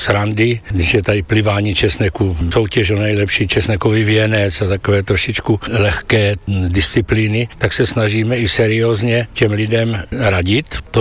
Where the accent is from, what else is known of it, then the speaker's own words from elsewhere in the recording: Moravian Slovakia, Czechia; My sme takoví, se k tomu hrdě hlásíme, že sme moravští Slováci, jak říkají etnografové, což je pravda.